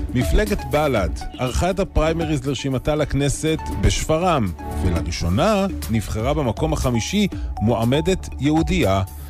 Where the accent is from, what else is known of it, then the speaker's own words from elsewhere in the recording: Jerusalem, Jerusalem District, Israel; now in Haifa, Israel; אני לא חיפאי, אני גר בחיפה. זה הבדל, זה מהותי מאוד.